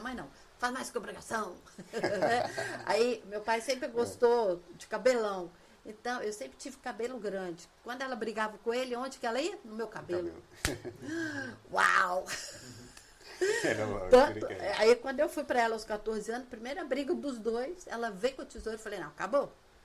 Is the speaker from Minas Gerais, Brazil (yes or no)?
yes; Minas Gerais, Brazil; moved away; also born or lived in Vitória; Quando a gente morava uma época em Vitória, eu sou de Minas, né?